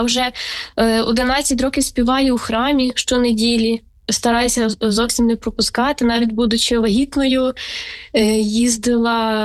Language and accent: Ukrainian; Khmelnytskyi Oblast, Ukraine; я з Хмельниччини родом